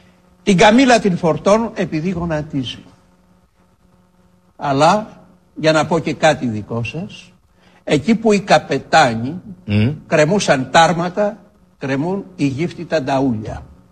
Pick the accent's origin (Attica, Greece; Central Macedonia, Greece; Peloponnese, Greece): Peloponnese, Greece